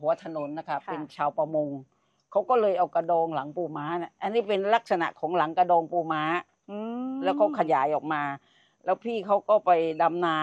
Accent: Ko Samui, Surat Thani, Thailand; หนึ่งก็คือมันก็เป็นความภาคภูมิใจนะว่าเราก็เป็นคนเกาะสมุยดั้งเดิมแล้วเราก็อยู่ในพื้นที่ที่มันเป็นอันดับโลกใช่ไหม

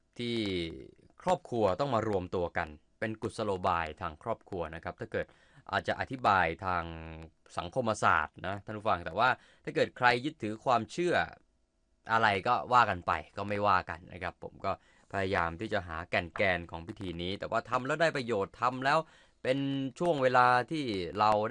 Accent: Central Thailand, Thailand; แต่ผมเนี่ยในฐานะที่เป็นคนภาคกลางเราก็ได้ยินมานานนะประเพณีศาสตร์เดือน10

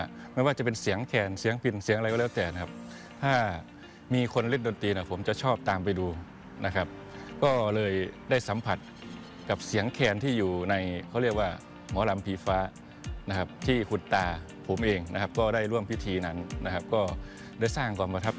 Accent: Kuchinarai, Kalasin, Thailand; บ้านเกิดผมอยู่ที่กุชินารายครับจังหวัดกาฬสินธุ์ตอนเป็นเด็กนะครับ

